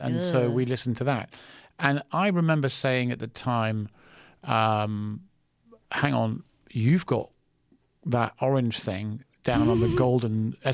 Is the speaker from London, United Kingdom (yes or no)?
yes; London, United Kingdom; moved away; in England, where I grew up in London